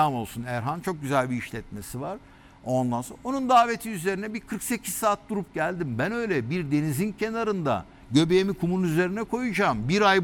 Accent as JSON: {"language": "Turkish", "region": "Aegean Region", "country": "Turkey", "said": "oraya da gitmeyin demiyorum, ben kendim Ege'liyim."}